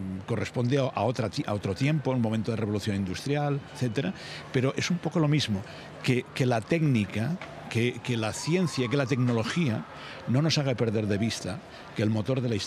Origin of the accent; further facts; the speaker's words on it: Barcelona, Catalonia, Spain; como barcelonés me siento orgulloso